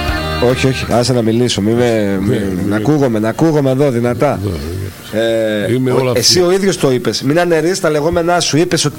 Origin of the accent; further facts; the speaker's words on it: Greece; Εγώ και ο διπλανός μου είμαστε Έλληνες.